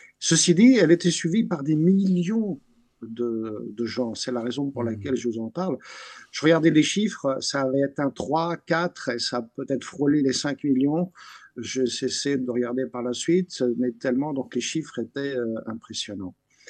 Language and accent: French; France; moved away as an adult; now in Medjugorje, Bosnia and Herzegovina; Je suis né, j'ai grandi en France, mais chaque année, j'allais passer l'été avec ma famille.